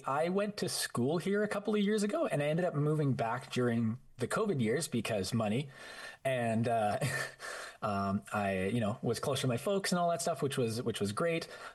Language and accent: English; Prince George, British Columbia, Canada; now in Calgary, Canada; I'm originally from Prince George. We grew up and started our band there, played there for a few years, and since more opportunities have come our way, we've moved to Calgary.